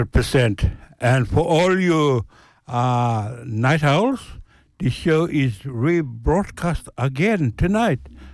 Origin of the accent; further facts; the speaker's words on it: Thursday Island, Queensland, Australia; now in South Australia, Australia; and Merriam Man from Zenith Kes, formerly known as Torres Strait Islands, and born and raised on Thursday Island.